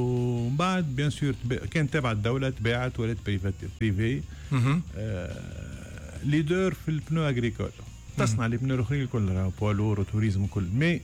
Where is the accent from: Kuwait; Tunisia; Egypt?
Tunisia; خاطر احنا ما عندناش لا فيرك لا لا ثلج لا حتى شيء.